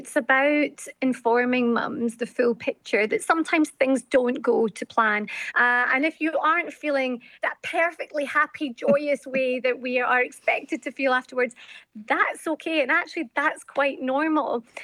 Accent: Glasgow, Scotland, United Kingdom; I grew up in the West End of Glasgow, a wee tenement flat. Had all my granny and granddad, my uncle, my auntie, all of us in this little flat.

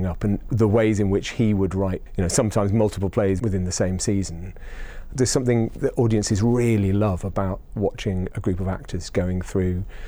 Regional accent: Scarborough, Yorkshire and the Humber, United Kingdom; I grew up in Scarborough

